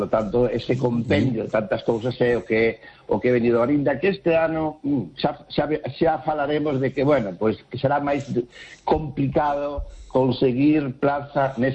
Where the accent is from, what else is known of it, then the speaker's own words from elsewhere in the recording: Galicia, Spain; tamén isto tamén enriquece non só a nós, sino tamén a donde vamos nós tamén como galegos.